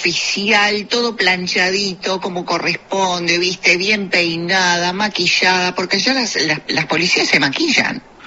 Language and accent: Spanish; Uruguay; moved away as an adult; also born or lived in Florida, United States / Tampa, United States; lo digo como una uruguaya más que vivió muchos años en Florida y bueno, y en Miami